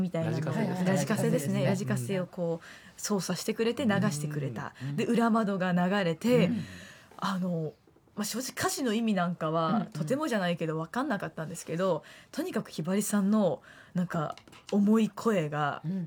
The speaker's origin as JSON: {"language": "Japanese", "region": "Fukuoka", "country": "Japan", "tie": "born or raised there", "moved": "yes", "said": "私がこう福岡に住んでる、地元の福岡に住んでる時に"}